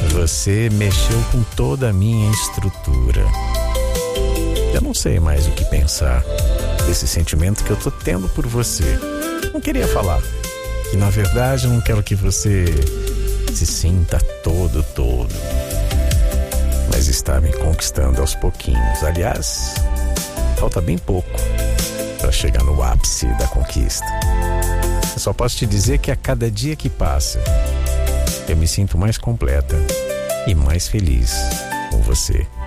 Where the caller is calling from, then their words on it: Itaporanga, Paraíba, Brazil; Eu sou de Itaporanga, aqui na Paraíba.